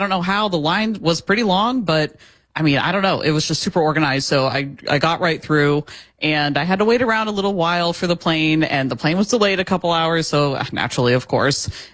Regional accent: United States; I don't. I definitely don't. So, I'm all American.

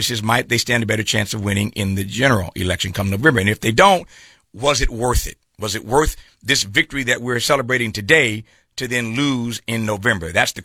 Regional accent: Midwest, United States; As I mentioned a moment ago, I'm from the Midwest, and the Midwest is uniquely different than other parts of this country.

